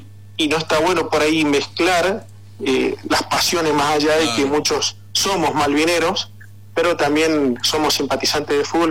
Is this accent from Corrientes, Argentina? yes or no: yes; Paso de los Libres, Corrientes, Argentina; conterráneo mío, porque los dos somos correntinos.